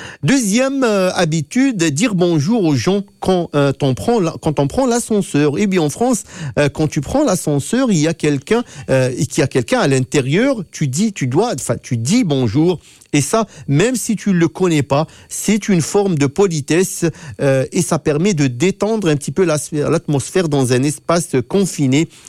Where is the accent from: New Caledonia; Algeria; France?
Algeria; Même chez nous, en Afrique du Nord, on a pris cette habitude des Français. Je pense, en Algérie, on fait toujours la bise également